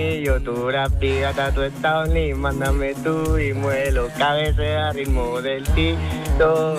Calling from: Martorell, Catalonia, Spain; soc de Martorell.

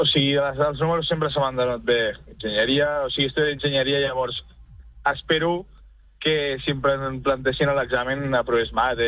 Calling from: Badalona, Catalonia, Spain; Ara mateix des del cotxe, arribant a casa. Soc de Badalona.

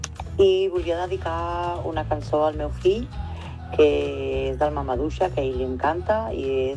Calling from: L'Hospitalet de Llobregat, Catalonia, Spain; d'Hospitalet.

